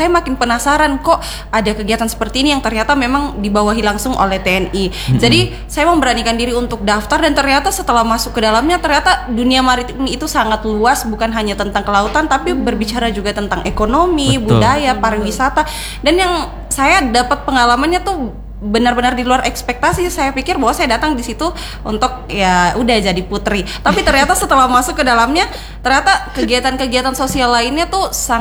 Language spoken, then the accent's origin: Indonesian; Toraja, South Sulawesi, Indonesia; tertarik karena kebetulan saya dari Toraja. Kita tahu bahwa Toraja itu gak ada laut ya